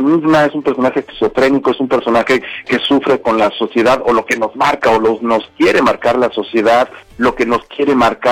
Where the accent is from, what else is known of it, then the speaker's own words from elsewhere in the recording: Mexico; nosotros como mexicanos